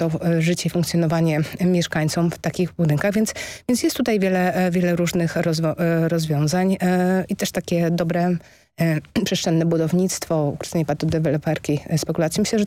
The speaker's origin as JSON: {"language": "Polish", "town": "Katowice", "region": "Silesian Voivodeship", "country": "Poland", "said": "I ja jestem z Katowic, tam na przykład też jest dodatkowe obciążenie od pustostanu"}